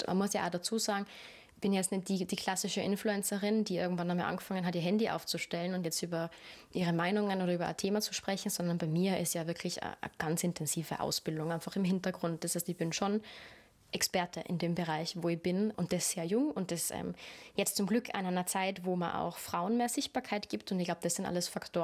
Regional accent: Kufstein, Tyrol, Austria; born or raised there

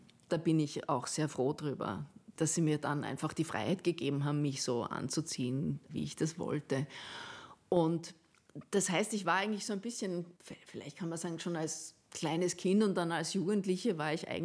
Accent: Saalfelden, Salzburg, Austria; Da gab es so neben dem Fußballplatz in Saalfelden im Pinzgau, da wo ich aufgewachsen bin, gab es so ein kleines Fußballfeld

